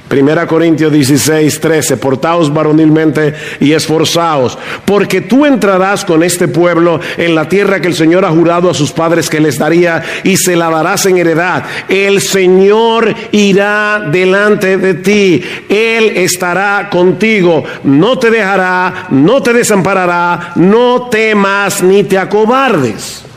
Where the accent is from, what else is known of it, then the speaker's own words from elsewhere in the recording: San Juan de la Maguana, San Juan, Dominican Republic; Cuando yo era niño, como cinco o seis años, vino a San Juan de la Maguana, al pueblo donde yo nací, un circo llamado el Circo Dorado.